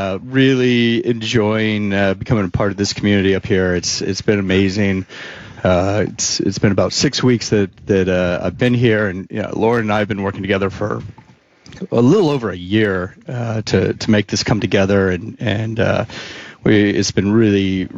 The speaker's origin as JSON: {"language": "English", "town": "Aberdeen", "region": "Washington", "country": "United States", "tie": "born or raised there", "also_born_or_lived": "Florida", "moved": "yes", "said": "I grew up down in Aberdeen. My dad's Episcopalian priest"}